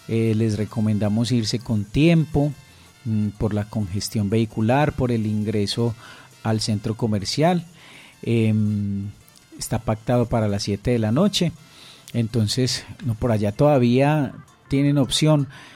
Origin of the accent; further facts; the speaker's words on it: Medellín, Antioquia, Colombia; now in Envigado, Colombia; Yo soy como originario como de ese sector, el barrio Enciso, el Pinal, Buenos Aires. Yo nací en ese sector